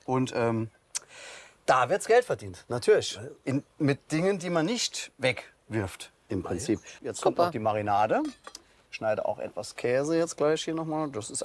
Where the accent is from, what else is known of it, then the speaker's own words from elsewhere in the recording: Saarland, Germany; born there; also born or lived in Saarbrücken; wo wir das Lokal in Saarbrücken hatten, war ich hier im Musikantenverein.